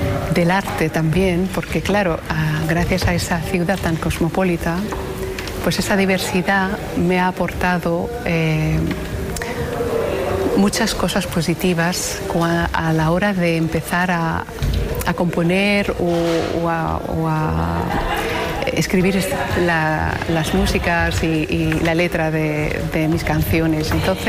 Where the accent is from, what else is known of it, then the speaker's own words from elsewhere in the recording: Algeria; moved away; porque llevo más años aquí viviendo que he vivido en Argelia, Pero este amor a Argelia, a mi tierra, nunca se irá, como todos los inmigrantes del mundo.